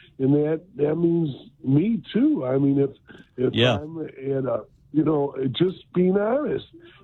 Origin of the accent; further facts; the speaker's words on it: Detroit, Michigan, United States; Anyway, but I am here, and I'm from Detroit.